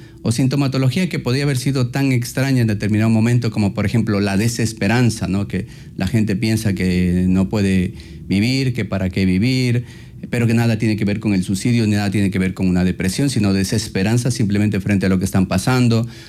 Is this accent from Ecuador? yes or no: yes; Ecuador; Entonces es como ecuatorianos, digamos, este es el mensaje a la sociedad de Santo Domingo